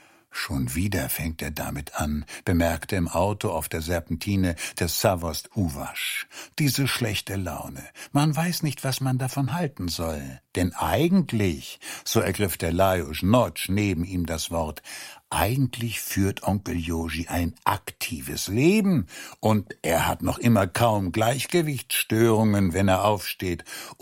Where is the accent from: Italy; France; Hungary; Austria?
Hungary; mein Sohn, du bist Ungar. Und das hat sich mir für immer ins Gedächtnis gebrannt. Denn natürlich bin ich Ungar.